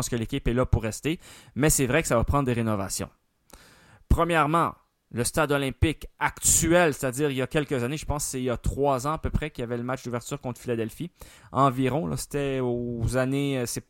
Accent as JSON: {"language": "French", "town": "Montreal", "region": "Quebec", "country": "Canada", "said": "chez nous à Montréal"}